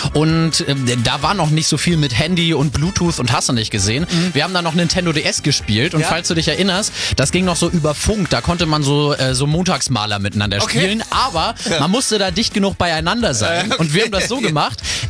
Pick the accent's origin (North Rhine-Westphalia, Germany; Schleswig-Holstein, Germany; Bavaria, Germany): Schleswig-Holstein, Germany; ich komme ja aus Bobeck. Das ist bei Gelting in Schleswig-Flensburg.